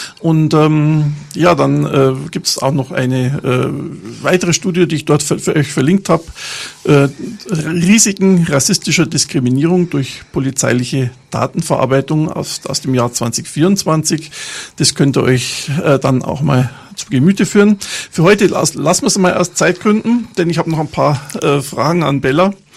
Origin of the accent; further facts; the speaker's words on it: Bavaria, Germany; born there; weil ich als geborener, gebürtiger Bayer natürlich solche Erfahrungen nicht mache.